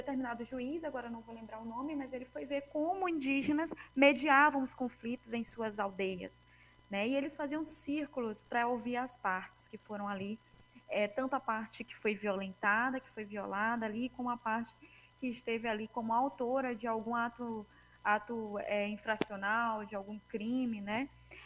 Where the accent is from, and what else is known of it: Maranhão, Brazil; now in Recife, Brazil